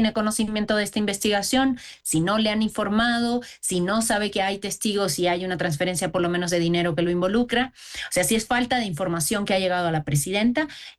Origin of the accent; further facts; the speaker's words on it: Cuba; moved away; Yo soy cubana